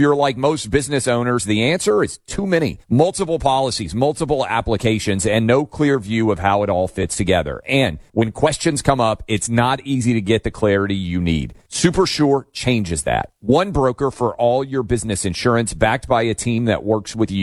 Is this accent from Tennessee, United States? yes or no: yes; Tennessee, United States; I'm from Tennessee. We drink a lot. There's a lot of moonshine here